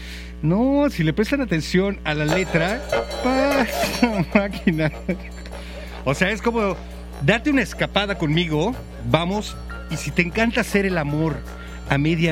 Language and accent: Spanish; Mexico City, Mexico; yo soy de San Ángel. Allá. O lo que sería Torres de Miscuac también.